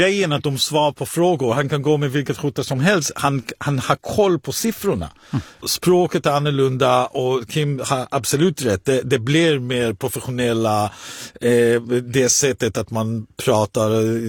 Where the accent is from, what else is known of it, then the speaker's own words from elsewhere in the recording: Israel; Swedish is a second language; now in Sweden; Israel till exempel, mitt hemland, så är det inte på helgen.